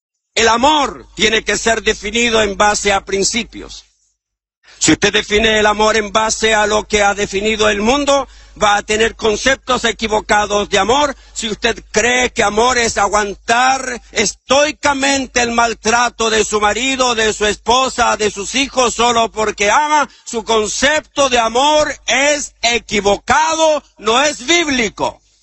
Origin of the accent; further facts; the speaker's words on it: Chile; en mi país, en Chile